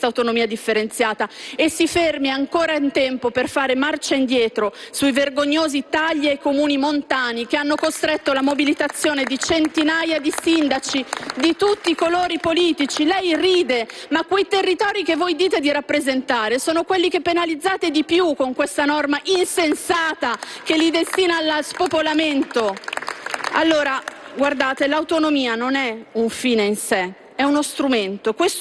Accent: Lombardy, Italy; non lo possiamo accettare perché questo provvedimento, lo dico da lombarda, farà male soprattutto e prima di tutto al nord.

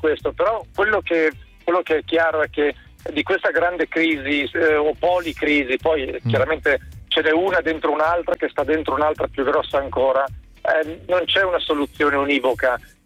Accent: Lombardy, Italy; rivendico anche la mia origine valtellinese

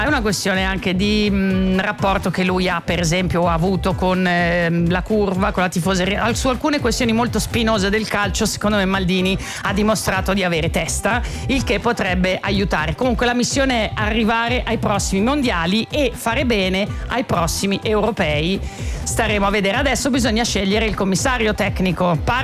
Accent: Switzerland; first language Italian; moved away as an adult; now in Italy; io sono nata e cresciuta in Svizzera, sono in Italia da più di 30 anni.

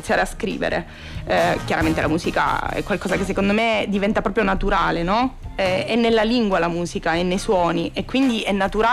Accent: Acri, Calabria, Italy; moved away as an adult; now in Perugia, Italy; Sono di Acri, sì.

